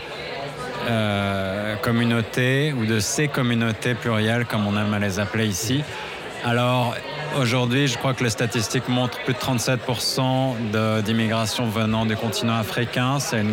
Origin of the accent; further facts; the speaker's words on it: France; accent: French; moved away as an adult; now in Toronto, Canada; comme vous pouvez l'imaginer à mon accent venant de l'Europe, venant de la France.